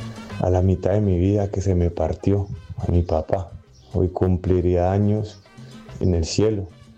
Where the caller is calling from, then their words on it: Madrid, Community of Madrid, Spain; Buenos días, Tropicana, desde Madrid.